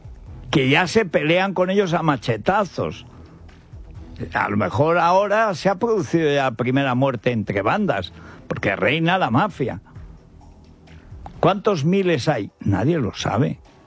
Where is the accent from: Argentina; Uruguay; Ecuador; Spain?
Spain; Teruel, Aragon; porque en Teruel somos como somos.